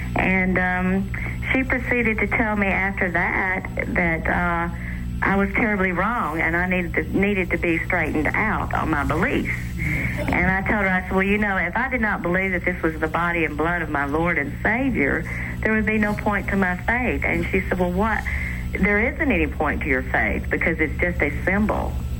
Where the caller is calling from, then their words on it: Birmingham, Alabama, United States; I'm calling locally. I'm here from Birmingham.